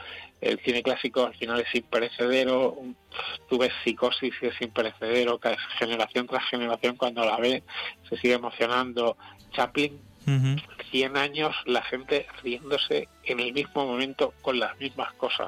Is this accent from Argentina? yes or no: no; Martos, Andalusia, Spain; yo tengo 55 años y he pasado por, yo me he alimentado del cine al principio en mi pueblo, en Martos, en Jaén